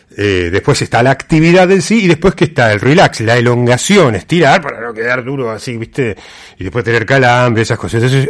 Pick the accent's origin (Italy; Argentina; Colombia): Argentina; somos argentinos